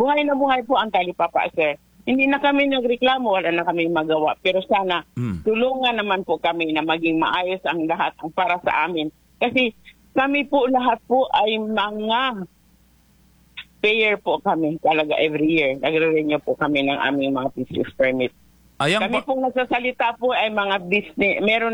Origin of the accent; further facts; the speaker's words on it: Davao City, Davao Region, Philippines; moved away; also born or lived in Cebu / Manila; Ako taga-Davao po ako